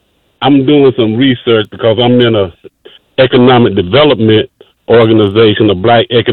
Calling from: Florida, United States; I'm from Florida.

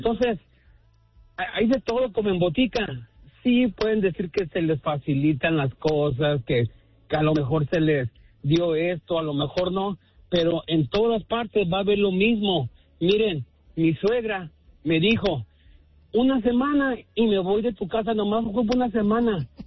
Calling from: Tijuana, Baja California, Mexico; de Tijuana

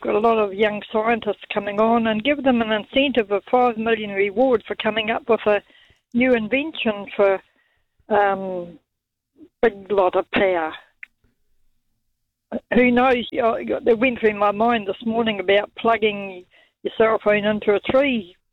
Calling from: Chatham Islands, New Zealand; coming from the Chathams, you use your mind down there

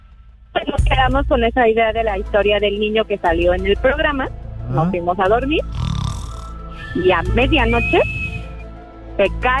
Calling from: Pachuca, Hidalgo, Mexico; De Pachuquita la Bella.

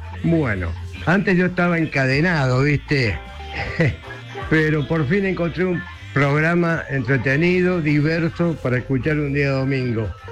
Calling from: Buenos Aires, Argentina; Nuevamente … de Barrio General Urquiza.

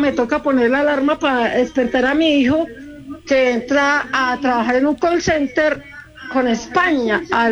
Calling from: Manizales, Caldas, Colombia; Yo soy de Manizales, Caldas.

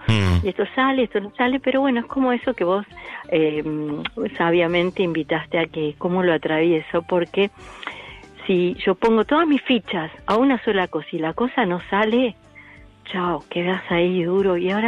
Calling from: Buenos Aires, Argentina; Yo estoy acá en la Capi, casi te diría cerca de la radio

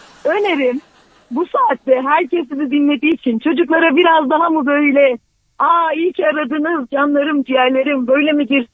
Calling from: Elazığ, Turkey; Elazığ'dan arıyorum.

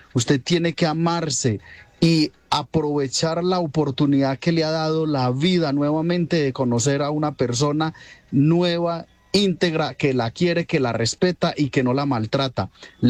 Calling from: Buenos Aires, Argentina; de Buenos Aires

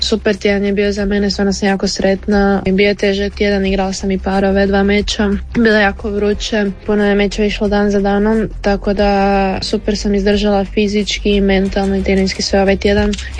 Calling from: Paris, Île-de-France, France; javljam se iz Pariza.

